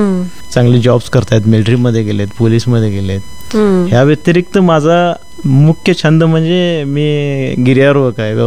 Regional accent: Belagavi, Karnataka, India; माझा जन्म इथं बेळगाव मध्ये झालेला आहे.

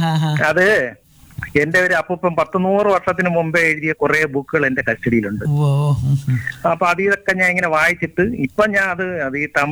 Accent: Vellanad, Kerala, India; ഞാൻ ഇവിടെ കരുണാസായിര് അടുത്ത് തന്നെ സാർ, വെള്ളനാട് തന്നെ.

